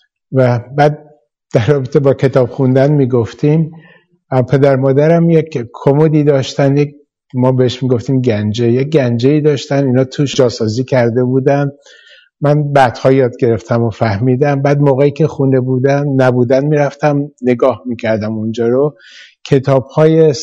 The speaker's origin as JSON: {"language": "Persian", "town": "Shiraz", "region": "Fars", "country": "Iran", "tie": "born or raised there", "said": "بله، من در شیراز به دنیا اومدم، در یک خانواده متوسط. پدر مادرم هر دو معلم بودند و مادرم علاوه بر اون نویسنده بود و گاهی هم گویندگی میکرد در رادیو شیراز."}